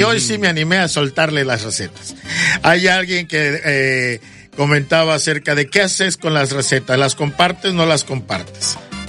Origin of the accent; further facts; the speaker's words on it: Veracruz, Mexico; Como buenos veracruzanos que somos.